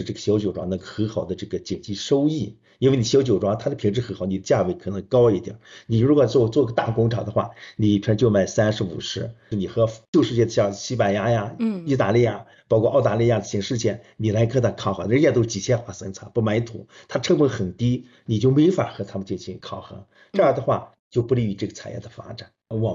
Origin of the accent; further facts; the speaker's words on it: China; 这是我们中国人特定的一个名称。